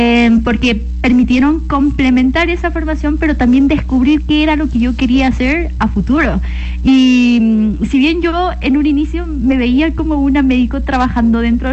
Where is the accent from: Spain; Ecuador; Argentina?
Ecuador